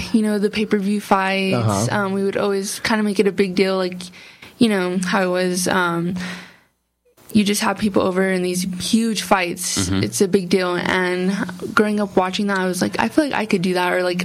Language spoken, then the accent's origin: English; Las Cruces, New Mexico, United States; But, I honestly loved growing up in Las Cruces. I love the pace, especially with traveling to many different cities. It's nice to come back here.